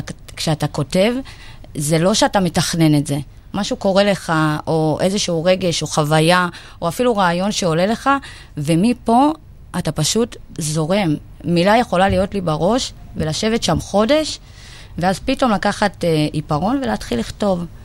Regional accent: Migdal HaEmek, Northern District, Israel; now in Afula, Israel; אני במקור ממגדל העמק. כרגע אני גרה באפולה, והגעתי משם

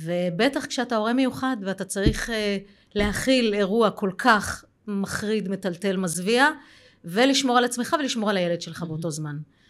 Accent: Mefalsim, Southern District, Israel; אני מקיבוץ מפלסים. נראה לי שאין מישהו היום במדינה שלא יודע איפה זה קיבוץ מפלסים.

